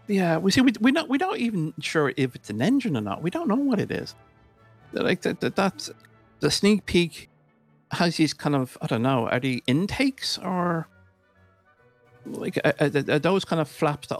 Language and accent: English; Ireland; I'm Irish.